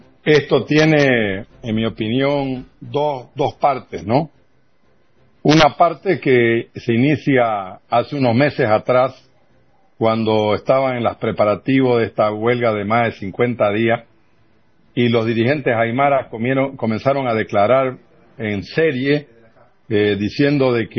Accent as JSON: {"language": "Spanish", "region": "Santa Cruz", "country": "Bolivia", "said": "nosotros, los cruceños somos, o los cambas"}